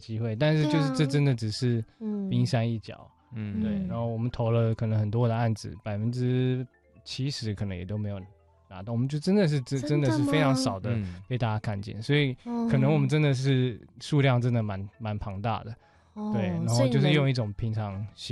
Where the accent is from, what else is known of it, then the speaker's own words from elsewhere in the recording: Yilan County, Taiwan; moved away as an adult; also born or lived in Denmark; 在我们的家乡宜兰演艺厅